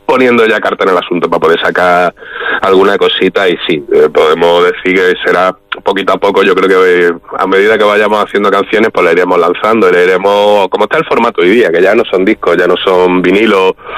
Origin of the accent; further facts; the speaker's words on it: Melilla, Spain; que somos de Melilla. Al final somos una banda melillense y a mucho orgullo